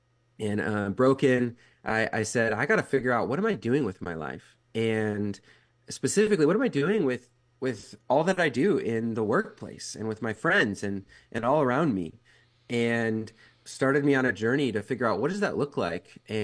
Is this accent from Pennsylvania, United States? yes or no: no; Minnesota, United States; moved away as an adult; also born or lived in Los Angeles / Massachusetts; now in San Jose, United States; I grew up in Minnesota, actually, and in the middle of college, God called me out to California, called me out